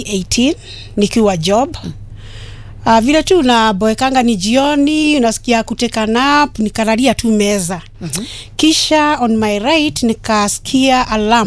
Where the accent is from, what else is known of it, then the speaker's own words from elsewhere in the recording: Githunguri, Kiambu County, Kenya; born there; mzariwa wa Kiambu, Githunguri, at a small village called Gateiguro, that is in Komothai location. Brought up in a family of 9.